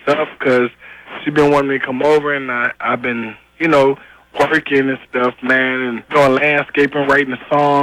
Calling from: Flint, Michigan, United States; I'm calling from Flint, Michigan, man.

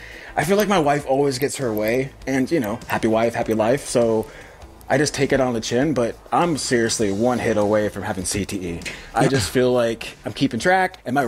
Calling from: Kent, Washington, United States

